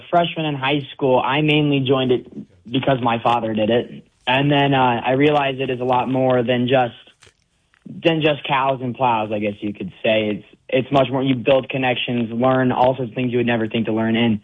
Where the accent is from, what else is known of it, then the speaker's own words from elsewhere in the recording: Sturgis, South Dakota, United States; I'm from Sturgis, South Dakota.